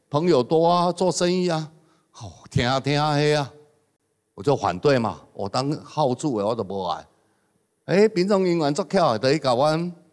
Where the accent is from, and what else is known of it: Taiwan